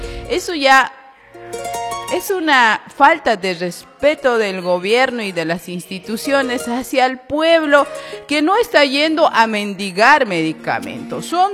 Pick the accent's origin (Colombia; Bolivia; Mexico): Bolivia; no somos flojos los bolivianos